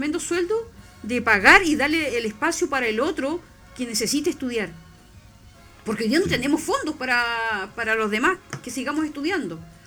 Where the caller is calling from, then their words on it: Chile; nosotros como chilenos